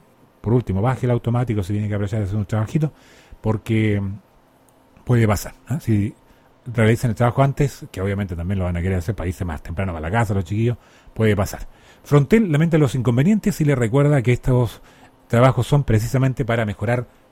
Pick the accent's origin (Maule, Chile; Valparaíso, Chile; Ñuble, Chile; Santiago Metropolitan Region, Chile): Ñuble, Chile; Yungay; nuestra comuna de Yungay. ¡Pucha, qué linda mi tierra!